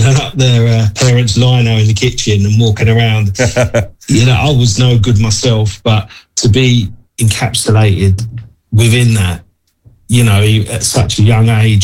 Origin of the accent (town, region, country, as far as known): Colchester, East of England, United Kingdom; born or raised there